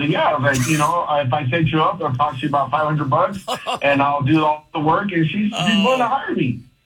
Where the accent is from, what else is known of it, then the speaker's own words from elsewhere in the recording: California, United States; Back in California when I came, that's where I came from. I came from California years ago